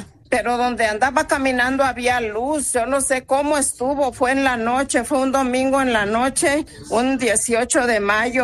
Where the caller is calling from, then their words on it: Corona, California, United States; En Corona, cerca de donde vivimos. Yo vivo en Corona, California